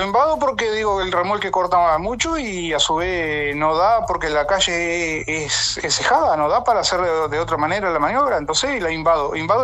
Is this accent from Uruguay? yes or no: yes; Carmelo, Colonia, Uruguay; Yo soy de Carmelo, nacido y criado en Carmelo